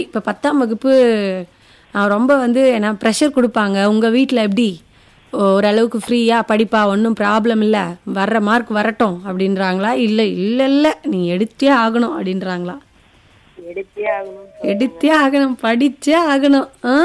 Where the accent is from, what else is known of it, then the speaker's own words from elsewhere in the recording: Dharmapuri, Tamil Nadu, India; நானும் தர்மபுரி